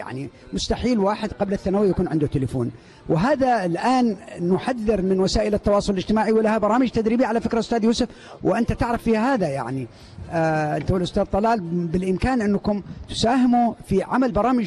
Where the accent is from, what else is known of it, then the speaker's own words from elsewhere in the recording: Yemen; عندنا في اليمن.